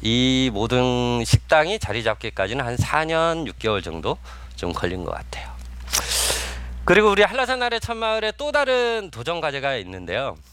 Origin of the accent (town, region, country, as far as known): Jeju, South Korea; born or raised there